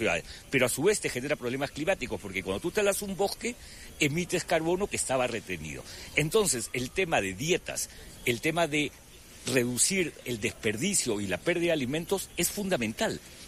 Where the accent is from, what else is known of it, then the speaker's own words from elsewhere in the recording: Colombia; Para mí Colombia es mi tierra.